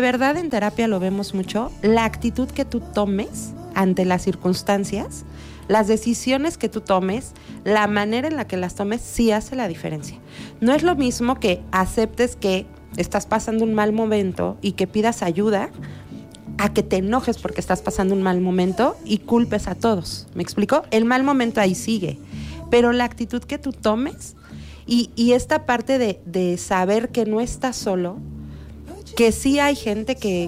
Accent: Mexico; como mexicanos tenemos un montón de valores

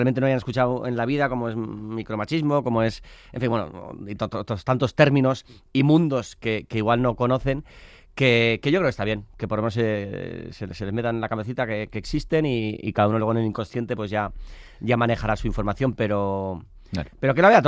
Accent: San Sebastián, Basque Country, Spain

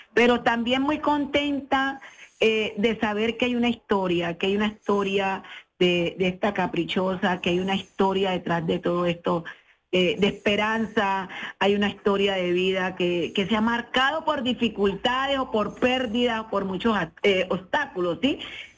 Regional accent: Apartadó, Antioquia, Colombia; born there; mi pueblo, mi región de Urabá me vio nacer, apartado de Antioquia.

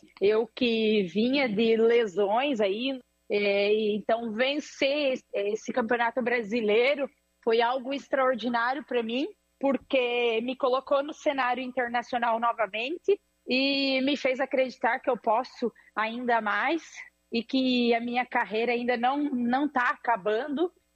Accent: Ponte Serrada, Santa Catarina, Brazil; now in Jaraguá do Sul, Brazil; Eu que sou natural de Ponte Cervada, do Oeste Catarinense.

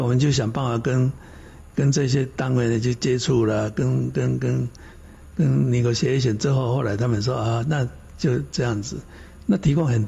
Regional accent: Taiwan; 我们台湾人喜欢吃茶叶蛋

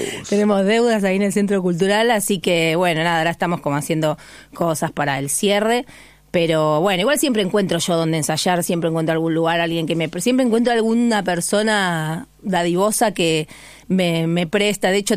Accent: Argentina

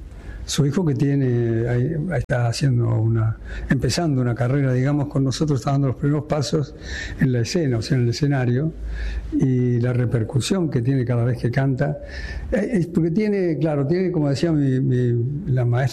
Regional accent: Argentina; Como buen argentino, tenemos esa afición, esa pasión tan extraordinaria con el fútbol.

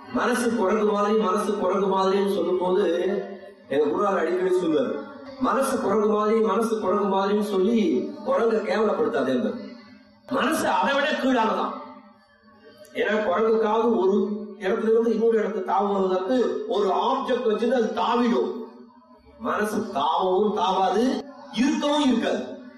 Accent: Thiruvarur, Tamil Nadu, India; born there; moved away; நான் திருவாரூரிலே பிறந்தவன்.

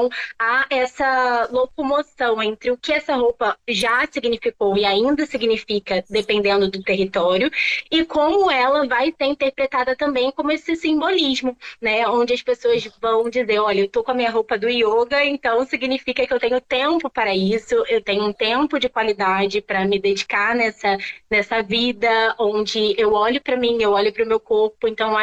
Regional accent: Rio de Janeiro, Brazil; Eu sou aqui do Rio de Janeiro, da Zona Oeste, mais especificamente de Bangu. Então aqui é um território muito quente, tá?

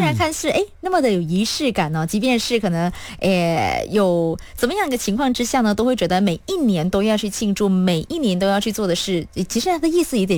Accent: Malaysia; 其实我们就是来自马来西亚。

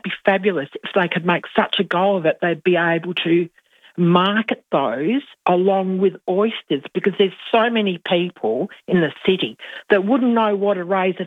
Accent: Whyalla, South Australia, Australia; moved away as an adult; now in Adelaide, Australia; I'm originally from Whyalla

